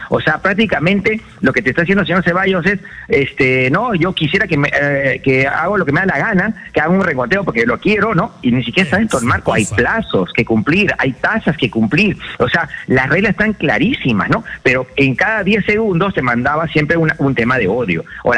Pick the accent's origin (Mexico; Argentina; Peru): Peru; no es así, somos peruanos en todo el mundo